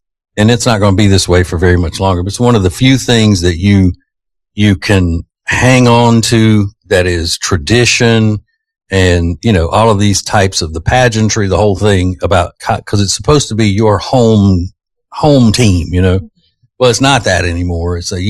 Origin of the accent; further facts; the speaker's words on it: Louisiana, United States; I'm from Louisiana.